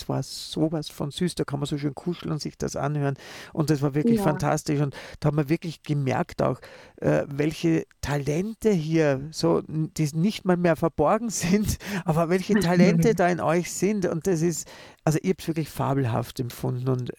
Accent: Vienna, Austria; Also der Fabrizio als Italiener, ich als der richtige Wiener.

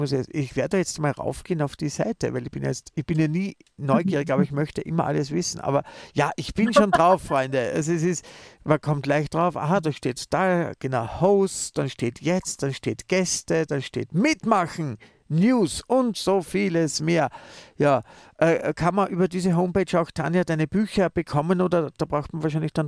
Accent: Vienna, Austria; Also der Fabrizio als Italiener, ich als der richtige Wiener.

